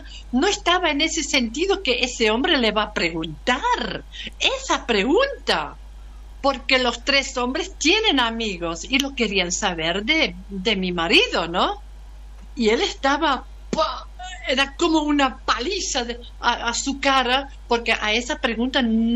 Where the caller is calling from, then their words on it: Canary Islands, Spain; En Gran Canaria, en el norte, escuchando a ustedes.